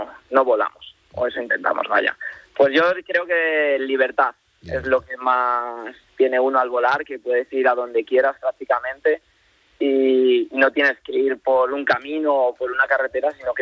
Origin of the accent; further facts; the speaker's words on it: Benavente, Castile and León, Spain; Soy de Benavente.